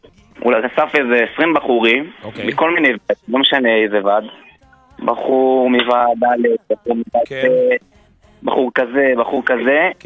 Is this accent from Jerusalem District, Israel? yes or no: yes; Jerusalem, Jerusalem District, Israel; אני מירושלים.